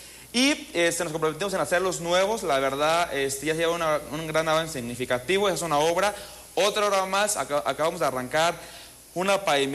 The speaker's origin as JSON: {"language": "Spanish", "town": "Churintzio", "region": "Michoacán", "country": "Mexico", "tie": "born or raised there", "moved": "as an adult", "said": "Terminé la preparatoria en Churincio, uh-huh, en mi municipio. Y como pues tenía esa intención, esa vocación que sentía por el tema de la política, ya es que busqué una universidad y me vine a estudiar a Morelia."}